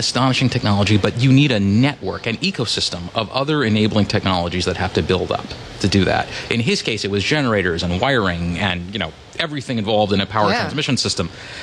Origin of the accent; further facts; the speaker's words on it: Rockville, Maryland, United States; I grew up in Rockville, Maryland, so this is like home for me, right?